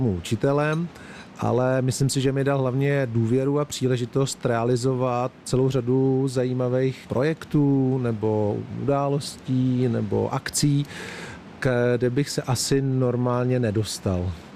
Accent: Prague, Czechia; born there; já jsem z Libně, z Prahy

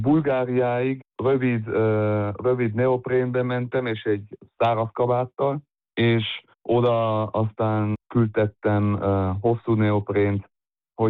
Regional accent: Innsbruck, Tyrol, Austria; két szülőm az magyar, az egész családom ott lakik Magyarországon, egy pár kivétellel, és ja, de hát ide születtem Innsbruckba, itt nőttem fel, szóval az egész életemet majdnem itt laktam

